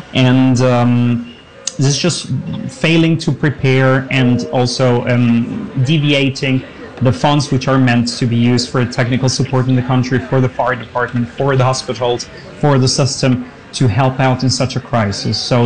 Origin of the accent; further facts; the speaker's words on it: Caracas, Capital District, Venezuela; now in Frankfurt, Germany; I'm from Caracas